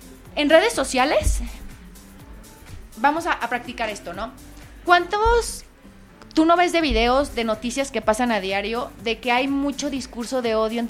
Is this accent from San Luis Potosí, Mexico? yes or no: yes; San Luis Potosí, Mexico; nosotras que somos potosinas